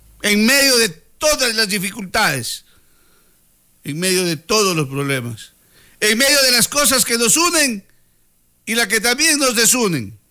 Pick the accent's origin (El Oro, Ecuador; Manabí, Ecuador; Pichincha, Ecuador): El Oro, Ecuador; Zaruma; moved away; siempre me sentí con el pecho hinchado de orgullo de ser Chazo, de ser sarumeño, de ser orense, de no negar mi tierra.